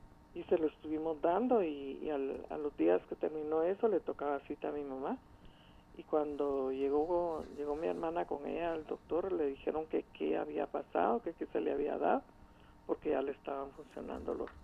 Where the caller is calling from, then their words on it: El Progreso, Jutiapa, Guatemala; somos de Jutiapa, del Progreso de Jutiapa.